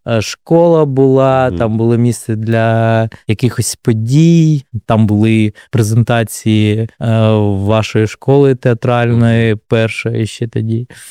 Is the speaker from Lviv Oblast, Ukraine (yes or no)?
no; Kupiansk, Kharkiv Oblast, Ukraine; born there; moved away as an adult; now in Kharkiv, Ukraine; Я народився в Куп'янську, приїхав в Харків навчатися в фармацевтичний університет.